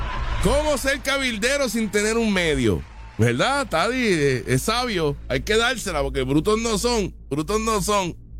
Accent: Puerto Rico

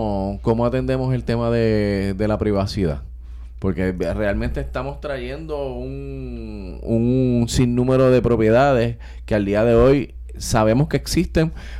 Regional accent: Puerto Rico; yo me identifique, por ejemplo, como puertorriqueño en el 2020.

